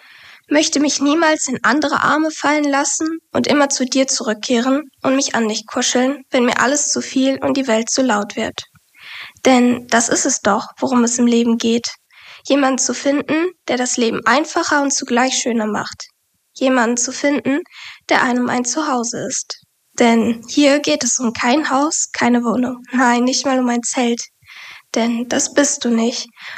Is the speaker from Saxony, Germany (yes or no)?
no; Essen, North Rhine-Westphalia, Germany; ich bin 20 Jahre alt. Ich komme gebürtig aus Essen und studiere in Bochum